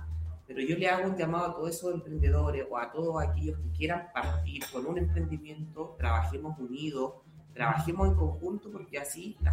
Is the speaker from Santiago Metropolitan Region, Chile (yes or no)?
no; San Clemente, Maule, Chile; also born or lived in Talca / Concepción; Soy un sanclementino, nacido y criado acá en la comuna.